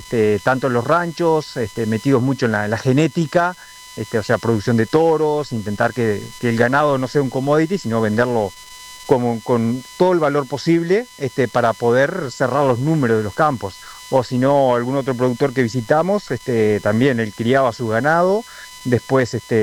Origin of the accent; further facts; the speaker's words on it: Uruguay; Mira, esta gira es, venimos desde Uruguay y algunos productores argentinos, en total cerca de 35, andamos a la vuelta acá.